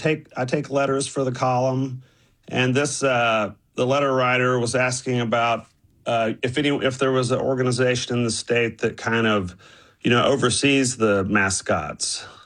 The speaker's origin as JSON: {"language": "English", "town": "Temple", "region": "Texas", "country": "United States", "tie": "born or raised there", "said": "And I grew up in Temple. I was a wildcat"}